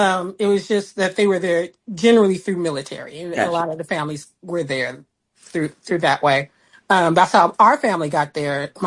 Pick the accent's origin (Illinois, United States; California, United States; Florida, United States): California, United States; Marina; we grew up in Marina, so it was pretty conservative.